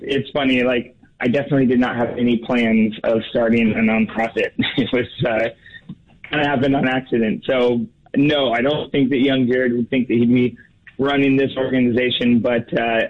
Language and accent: English; Portland, United States; Like, I started in Portland. I grew up in Portland.